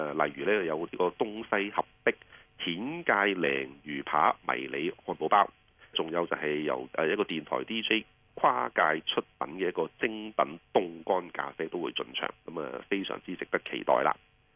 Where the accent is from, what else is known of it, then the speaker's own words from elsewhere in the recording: Hong Kong; 我哋香港人呢就出名就识饮识食嘅。